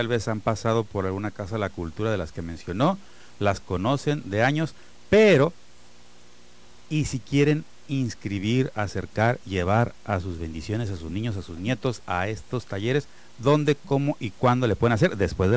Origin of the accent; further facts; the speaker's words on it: Tijuana, Baja California, Mexico; para mí es Casa de la Cultura, porque soy de aquí de Tijuana, tiene muchas ofertas